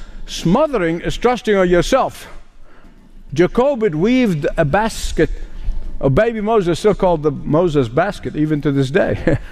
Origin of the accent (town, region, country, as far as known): Egypt; born or raised there